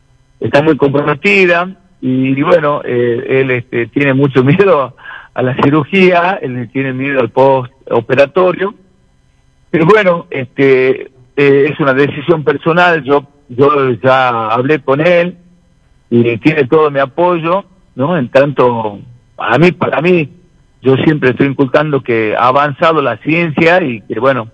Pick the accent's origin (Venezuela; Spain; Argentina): Argentina; uno como argentino quiere ganar